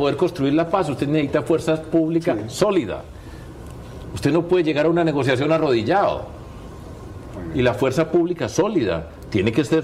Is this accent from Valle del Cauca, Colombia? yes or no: no; Antioquia, Colombia; Yo empecé a participar en la vida pública aquí en mi tierra cuando Álvaro Uribe era el gobernador de Antioquia.